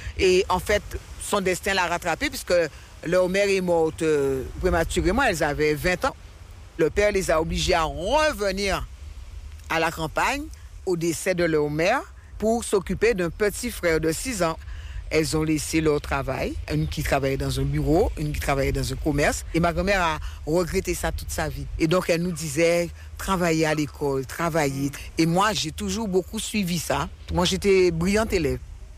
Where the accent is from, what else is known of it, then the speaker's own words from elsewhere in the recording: Marie-Galante, Guadeloupe; J'aime bien dire que je suis de Marie-Galante parce que c'est Marie-Galante qui m'a appris à affronter la vie sans en avoir peur. Marie-Galante, c'est un îlot.